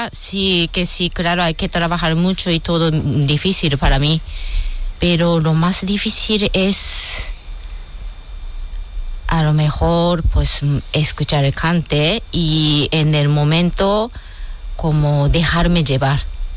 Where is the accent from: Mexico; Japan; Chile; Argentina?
Japan; Spanish is a second language; now in Spain; Y yo digo, no sé, porque soy japonesa.